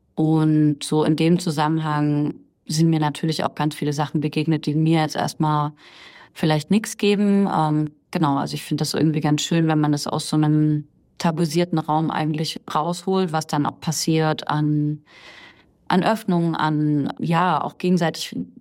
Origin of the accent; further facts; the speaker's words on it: Bavaria, Germany; born there; also born or lived in East Germany; Ich bin dann in Bayern aufgewachsen